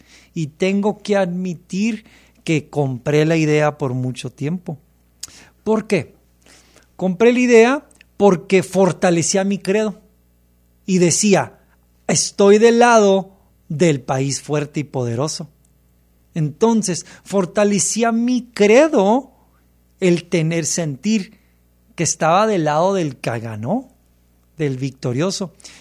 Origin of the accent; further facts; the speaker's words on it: United States; una crisis de identidad que hemos tenido como americanos, como estadounidenses